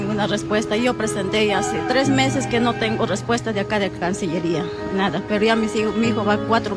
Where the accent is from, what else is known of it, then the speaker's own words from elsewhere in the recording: Ayacucho, Peru; Bueno, de acá yo soy de Ayacucho.